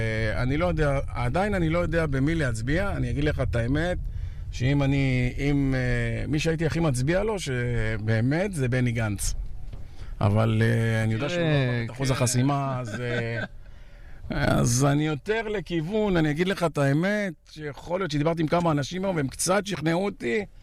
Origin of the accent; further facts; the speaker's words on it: Or Yehuda, Tel Aviv District, Israel; כשהייתי ילד קטן, מגיל 13, עבדתי בהרבה מאפיות כאן בעיר, באור יהודה, שהיא עיר מאוד מאוד טובה.